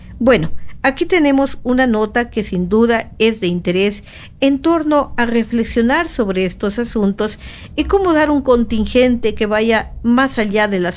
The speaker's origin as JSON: {"language": "Spanish", "country": "Ecuador", "said": "los ecuatorianos"}